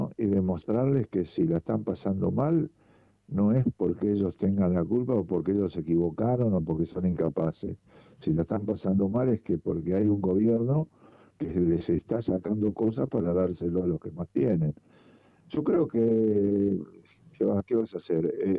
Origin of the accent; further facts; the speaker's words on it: Morón, Buenos Aires Province, Argentina; los dos somos de Morón.